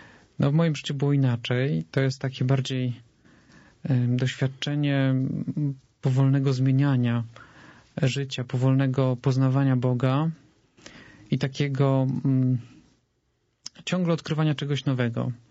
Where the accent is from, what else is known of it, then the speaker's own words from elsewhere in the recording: Warsaw, Masovian Voivodeship, Poland; Ja akurat wychowałem się w bardzo dobrej części Warszawy, nazywa się Międzylesie, więc jest to już takie bardziej spokojniejsze.